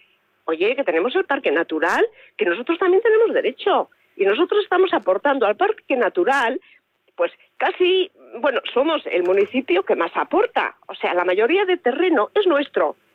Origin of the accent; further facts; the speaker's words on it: Zamora, Castile and León, Spain; Si nosotros somos de Zamora, pues porque nos tienen